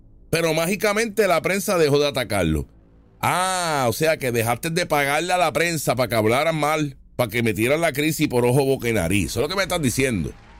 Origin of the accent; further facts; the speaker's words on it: Puerto Rico; Al boricua lo tratan muy bien en todos sus países. Y tiene que ver porque somos americanos.